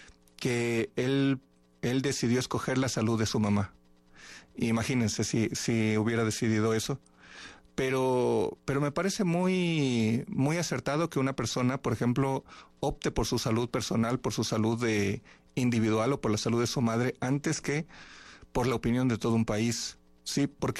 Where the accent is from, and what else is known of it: Ecuador